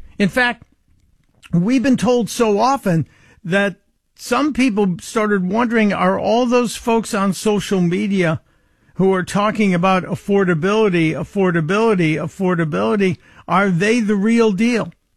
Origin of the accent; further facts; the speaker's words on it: Illinois, United States; Fritz in the capital of my home state of Illinois.